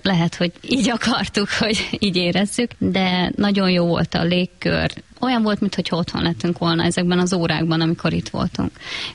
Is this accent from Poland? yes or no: no; Zakarpattia Oblast, Ukraine; now in Balassagyarmat, Hungary; Mi Kárpátaljáról származunk. 2022. február 24-én jöttünk át a határon. Balassagyarmattól nem messze, de Becsényben lakik a nővérem, ő fogadott be minket.